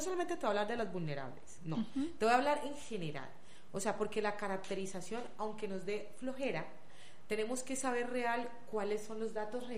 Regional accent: Buenaventura, Valle del Cauca, Colombia; soy orgullosamente porteña

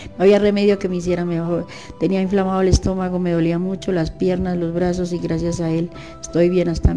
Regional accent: Tunja, Boyacá, Colombia; Me reservo el nombre por ahora, porque vengo de Tunja, de Tunja.

